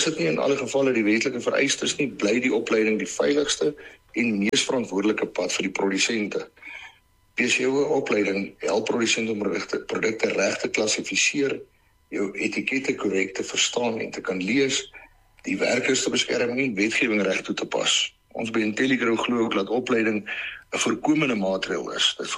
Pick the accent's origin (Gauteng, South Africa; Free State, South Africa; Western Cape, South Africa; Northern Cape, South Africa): Free State, South Africa; Bothaville; toe kry ek weer die geleentheid om terug te kom hier, ek kom van Botawel af en ek het hier groot geword. Ek kry ook die geleentheid om weer terug te kom hierdie kant toe